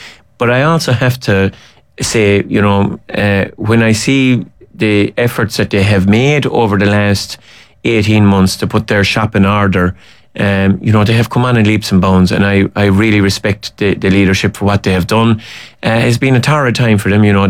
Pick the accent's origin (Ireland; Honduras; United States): Ireland; Like, that's not what we are as Irish people, and we shouldn't allow that temptation, sport or no sport, to get into that.